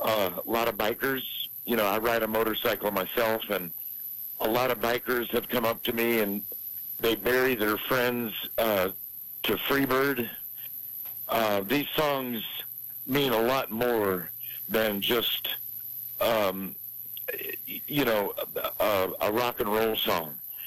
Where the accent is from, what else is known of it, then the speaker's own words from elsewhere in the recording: Kentucky, United States; now in North Carolina, United States; I'm looking forward to this show in Kentucky, going to my home state. I live in North Carolina, in the mountains, the foothills of the Appalachian chain.